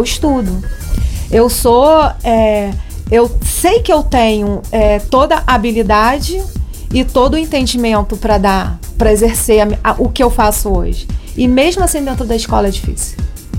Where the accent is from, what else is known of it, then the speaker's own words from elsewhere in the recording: Rio Bonito, Rio de Janeiro, Brazil; now in Cabo Frio, Brazil; Eu sou de Rio Bonito, treinei com o Mestre Carcará durante muito tempo, vim morar em Cabo Frio